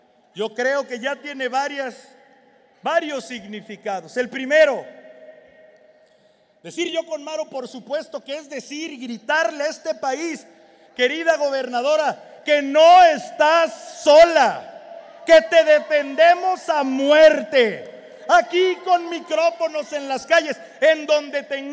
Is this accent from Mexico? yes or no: yes; Mexico; cada uno de los que somos mexicanos libres